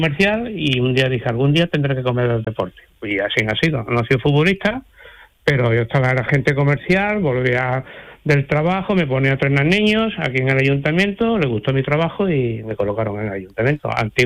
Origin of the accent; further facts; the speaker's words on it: Prado del Rey, Andalusia, Spain; Yo sí, soy de Prado de Rey.